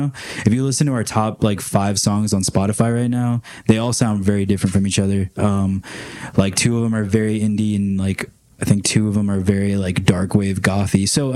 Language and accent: English; San Antonio, Texas, United States; we're from Texas, so like San Antonio, it's like it's always hot there.